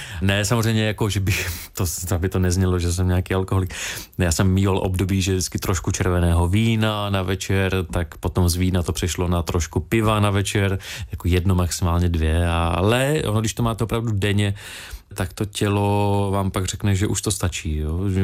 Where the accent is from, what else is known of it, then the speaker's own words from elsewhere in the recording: Litomyšl, Pardubice Region, Czechia; also born or lived in Frýdek-Místek / Kroměříž / Brno; now in Ostrava, Czech Republic; Já jsem se narodil ve Frýdku Místku, takže tam jsem žil, teď žiju v Ostravě, zároveň jsem ale celé dětství vyrůstal v Litomyšli